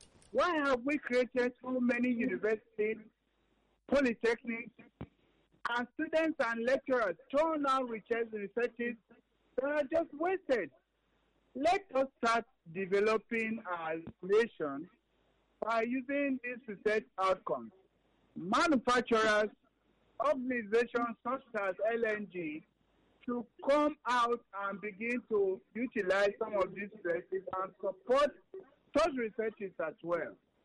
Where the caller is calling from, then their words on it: Abuja, Federal Capital Territory, Nigeria; I'm calling from Abuja.